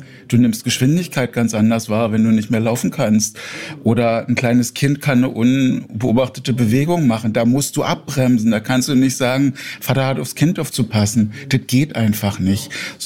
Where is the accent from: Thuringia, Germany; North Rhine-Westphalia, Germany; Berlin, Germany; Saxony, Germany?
Berlin, Germany; das kann ich einfach beantworten sagen. Ich komme aus Berlin.